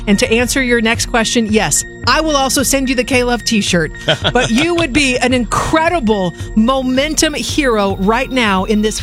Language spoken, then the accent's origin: English; Boring, Oregon, United States; I'm from Boring, Oregon.